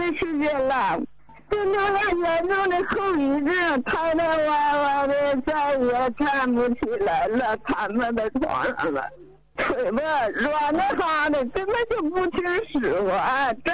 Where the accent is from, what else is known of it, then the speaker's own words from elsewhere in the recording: Shenyang, Liaoning, China; 是，我家是沈阳的，